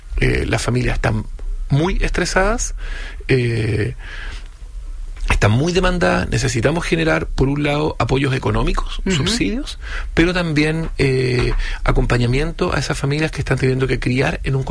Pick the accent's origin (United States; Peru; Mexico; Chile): Chile; somos todos parte de Chile